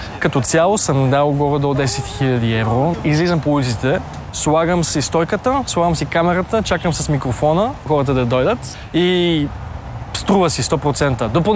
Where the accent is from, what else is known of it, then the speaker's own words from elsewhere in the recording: Vienna, Austria; Официално съм австриец с български корени, понеже съм роден и израснал в Австрия, в Виена, в столицата, но аз се считам като българин от Австрия